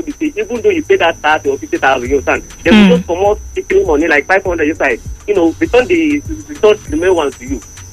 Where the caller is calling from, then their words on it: Enugu State, Nigeria; I'm from Utuka. I'm from Enugu State.